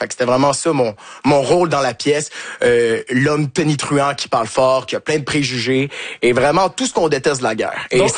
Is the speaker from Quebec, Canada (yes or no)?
yes; Quebec, Canada; Et du fait qu'on est Québécois aussi, on est dans le sud de la France, c'est un accent qu'ils sont pas habitués d'entendre.